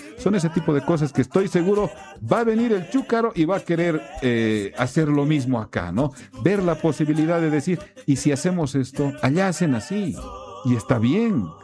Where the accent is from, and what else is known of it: Bolivia